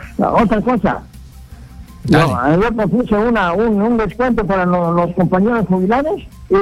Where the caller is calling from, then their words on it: Carabayllo, Lima, Peru; De acá de Caraballo